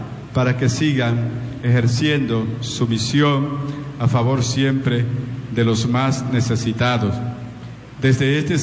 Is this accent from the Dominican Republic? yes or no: yes; Dominican Republic; la gran familia de los dominicanos